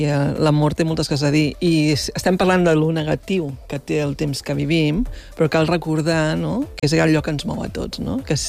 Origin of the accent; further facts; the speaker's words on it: Barcelona, Catalonia, Spain; moved away as an adult; now in Empordà, Spain; jo sóc de Barcelona, visc a l'Empordà, des que sóc director del festival